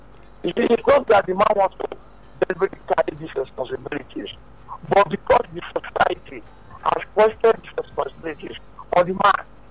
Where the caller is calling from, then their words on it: Nigeria; I'm calling from Okpokome.